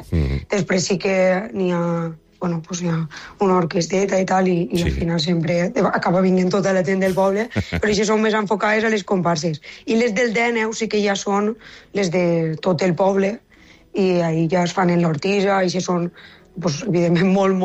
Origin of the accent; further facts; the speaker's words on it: Benigànim, Valencian Community, Spain; clar, és el meu poble